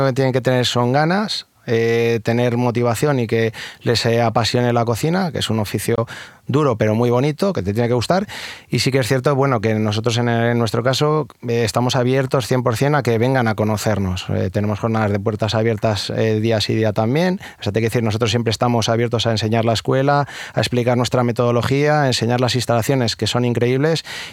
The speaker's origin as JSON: {"language": "Spanish", "town": "Palencia", "region": "Castile and León", "country": "Spain", "said": "Yo soy de Palencia"}